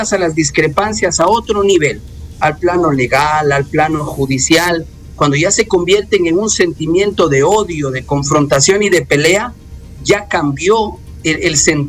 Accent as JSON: {"language": "Spanish", "region": "Loja", "country": "Ecuador", "said": "¿O es que acaso desde Loja no somos parte del Ecuador?"}